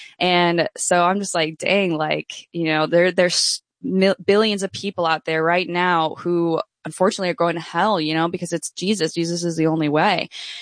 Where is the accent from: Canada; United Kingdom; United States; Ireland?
United States; New York; born and raised in New York.